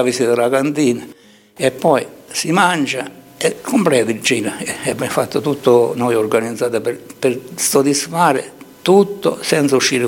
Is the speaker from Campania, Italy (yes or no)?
yes; Taurasi, Campania, Italy; Io sono nato qua a Taurasi e sono vissuto qua, ho stato qua